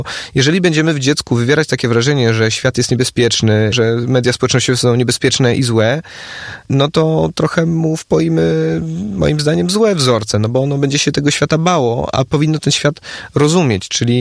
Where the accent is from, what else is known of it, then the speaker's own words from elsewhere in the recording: Warsaw, Masovian Voivodeship, Poland; Ja jestem z Warszawy